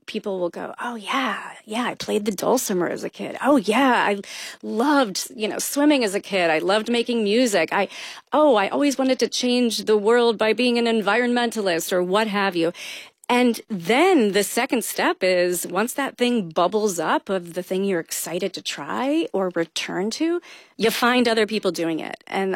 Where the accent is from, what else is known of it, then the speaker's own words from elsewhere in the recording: Kentucky, United States; I grew up in Kentucky.